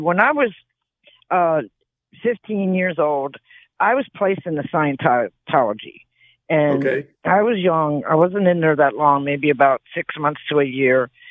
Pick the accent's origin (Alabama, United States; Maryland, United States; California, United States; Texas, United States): Maryland, United States; Baltimore; born there; I was born in Baltimore, and I've been to Fort Belvoir before.